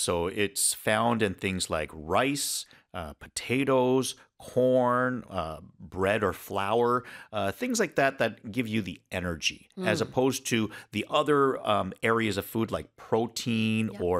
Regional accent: Canada; now in South Korea; growing up in Canada

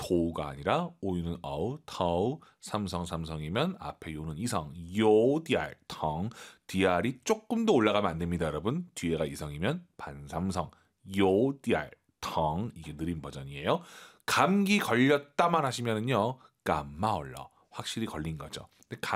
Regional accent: Beijing, China; 저는 북경 출신이기 때문에 날 많이 썼습니다.

